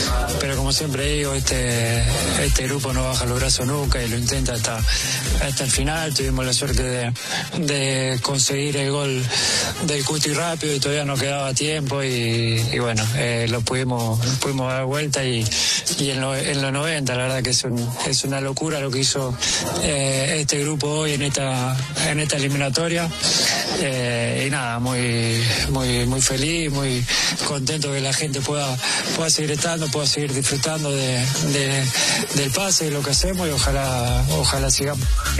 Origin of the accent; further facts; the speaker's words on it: Argentina; lo que somos como argentinos, el orgullo que nos